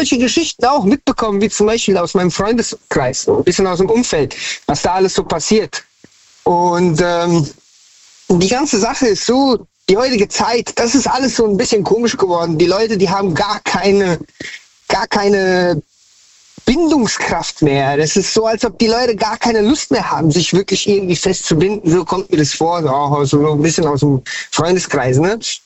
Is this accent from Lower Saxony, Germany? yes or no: no; Hanau, Hesse, Germany; Ja, ich bin kein gebürtiger Hesse, also eigentlich komme ich von ganz woanders her, aber ich bin in Hessen, Hanau, Hessen-Frankfurt aufgewachsen und bin dann nach Hanau gezogen.